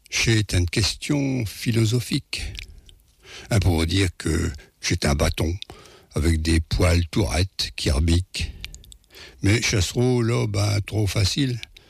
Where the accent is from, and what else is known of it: Paris, Île-de-France, France